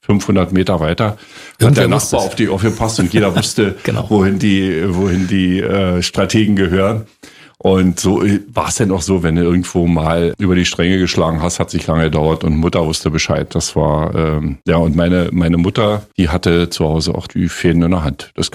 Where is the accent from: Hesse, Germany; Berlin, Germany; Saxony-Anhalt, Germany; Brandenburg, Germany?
Brandenburg, Germany; Naundorf; Naundorf bei Forst, das ist mein Heimatdorf. Da wohnen so um die 100 Menschen.